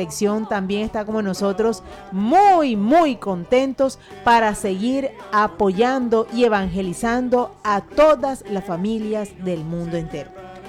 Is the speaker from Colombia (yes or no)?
yes; Colombia; como colombianos, desde donde estemos